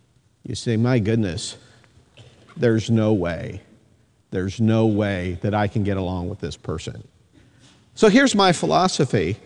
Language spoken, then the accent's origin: English; Mansfield, Ohio, United States; born there; I was in fifth grade, going to Mansfield Christian School in Mansfield, Ohio